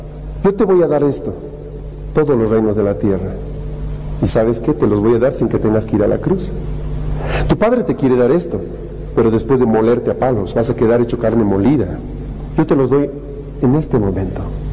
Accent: La Paz, Bolivia; Yo crecí en una zona en Bolonia donde yo veía a los conscriptos cómo hacían el servicio militar.

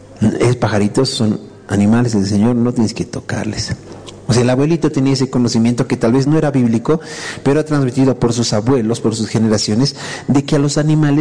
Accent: Bolivia

